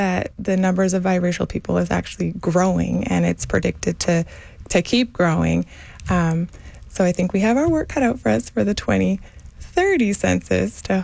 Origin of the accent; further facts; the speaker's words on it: Canada; moved away as an adult; now in Houston, United States; I'm Canadian. So I moved here about 13 years ago now, 12 years.